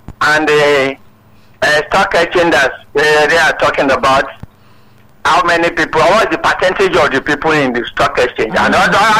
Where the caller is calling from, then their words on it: Osun, Nigeria; I'm from Ocean State.